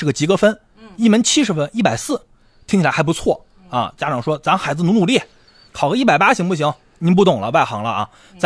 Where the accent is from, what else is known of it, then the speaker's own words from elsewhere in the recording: Northeast China, China; 我也是东北人啊